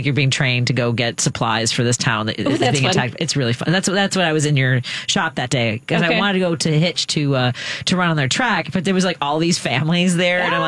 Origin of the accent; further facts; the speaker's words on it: Chicago, Illinois, United States; I grew up in Norwood